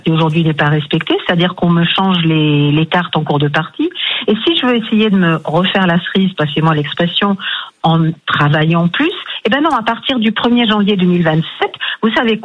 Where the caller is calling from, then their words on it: Pau, Nouvelle-Aquitaine, France; De Pau, dans le sud-ouest.